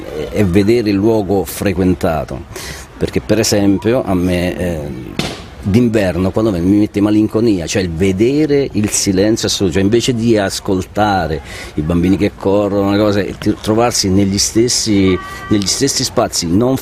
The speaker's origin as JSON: {"language": "Italian", "region": "Molise", "country": "Italy", "said": "entrambi molisani."}